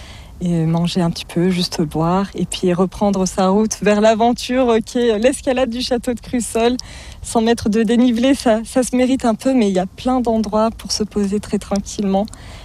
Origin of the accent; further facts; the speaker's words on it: Charmes-sur-Rhône, Auvergne-Rhône-Alpes, France; Et puis ma petite maison, un peu plus au sud, à Charmes-sur-Rhône, là où j'ai grandi, que je peux voir